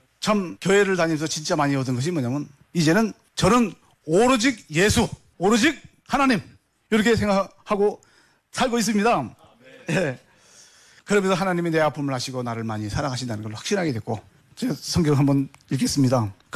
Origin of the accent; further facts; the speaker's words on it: North Korea; moved away as an adult; now in South Korea; 난 북한 놈 맞아.